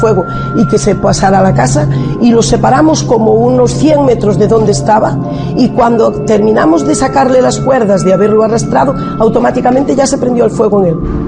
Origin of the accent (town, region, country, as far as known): Trazo, Galicia, Spain; born there